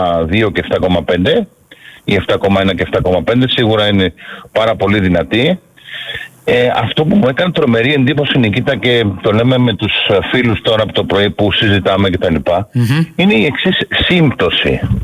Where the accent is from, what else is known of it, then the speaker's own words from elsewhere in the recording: Greece; μιλάμε τώρα εμείς, σαν Έλληνες